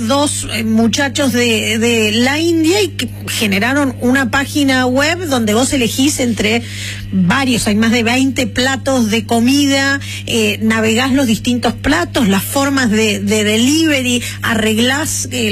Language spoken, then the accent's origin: Spanish; Argentina; como argentinos, no lo llevamos haciendo hace tanto tiempo.